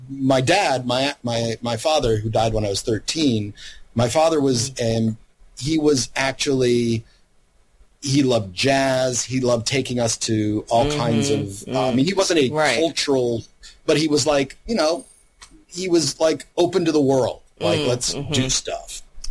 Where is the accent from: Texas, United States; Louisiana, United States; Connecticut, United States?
Louisiana, United States; moved away; I grew up mostly in Louisiana.